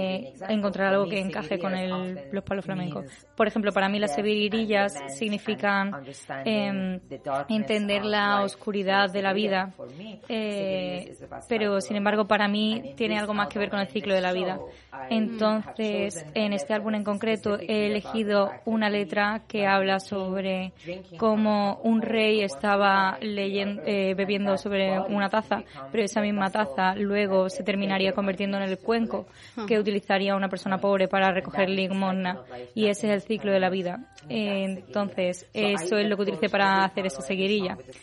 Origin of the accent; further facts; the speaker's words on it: Iran; now in Spain; cuando me fui de Irán, esta casete de hecho estaban destrozados de todo lo que había escuchado y ahí empecé a bailar y luego a cantar y aquí es donde he terminado